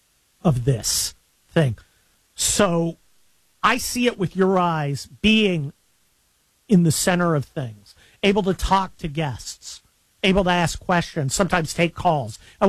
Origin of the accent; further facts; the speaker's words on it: San Mateo County, California, United States; So when I was living up near San Francisco, I grew up in San Mateo County, right near where Greg Gutfeld grew up